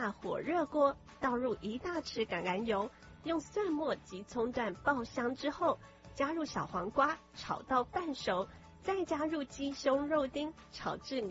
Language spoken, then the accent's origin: Chinese; Keelung, Taiwan; 我妈妈呢，每一次啊，只要经过我家乡基隆的知名的糕饼店哦